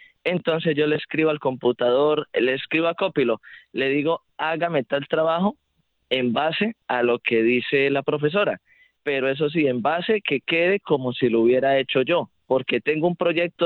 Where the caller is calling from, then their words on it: Villa del Rosario, Norte de Santander, Colombia; del Departamento Norte de Santander, del municipio Villa del Rosario.